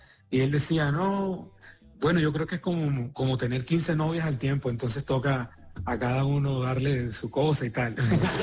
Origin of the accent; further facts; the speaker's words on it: Montería, Córdoba, Colombia; now in Bogotá, Colombia; yo soy de Montería